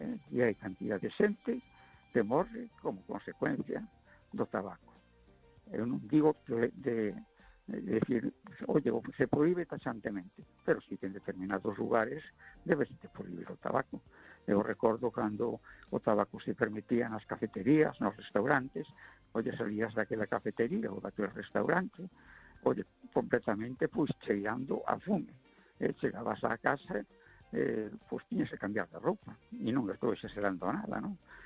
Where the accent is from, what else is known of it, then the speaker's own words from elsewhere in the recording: A Coruña, Galicia, Spain; Vamos a ver … de Coruña.